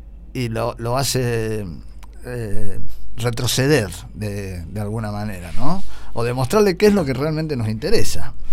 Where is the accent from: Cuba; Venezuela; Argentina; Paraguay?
Argentina; Realmente somos únicos los argentinos, ¿no?